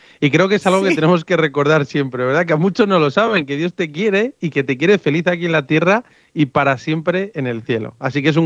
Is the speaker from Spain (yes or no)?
yes; Madrid, Community of Madrid, Spain; Bueno, yo soy de Madrid, nací en una familia católica, 5 hermanos, mis padres son del Opus Dei, nos dieron formación católica desde pequeñitos